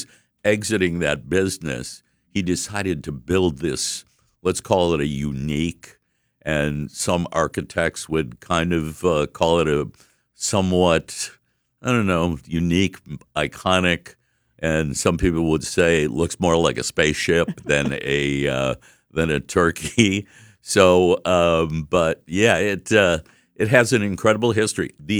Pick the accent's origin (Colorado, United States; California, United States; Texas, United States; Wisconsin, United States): Wisconsin, United States; Milwaukee; I remember growing up in Milwaukee when I was little and, you know, being a lifelong Milwaukeean